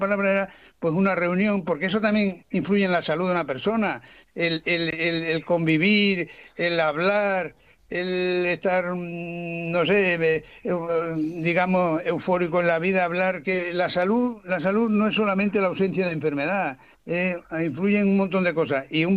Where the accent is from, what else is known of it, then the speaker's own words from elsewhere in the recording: Robledillo de Gata, Extremadura, Spain; Aquí, bueno, voy a yo soy de Robledillo de Gata.